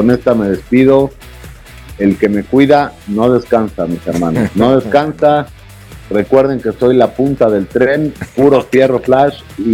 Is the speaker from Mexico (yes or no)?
yes; Mexico; más siendo mexicano